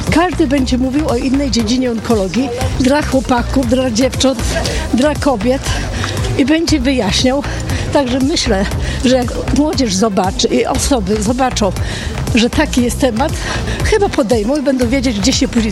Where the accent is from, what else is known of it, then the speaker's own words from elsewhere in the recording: Przemyśl, Subcarpathian Voivodeship, Poland; born there; Jestem przemyślanką z urodzenia